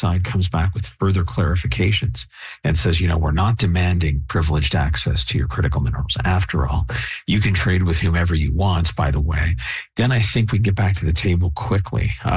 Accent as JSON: {"language": "English", "country": "Canada", "said": "I'm Canadian."}